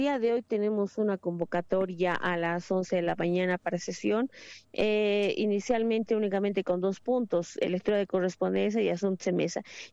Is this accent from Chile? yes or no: no; Bolivia; tenemos que ser responsables como bolivianos y bolivianas.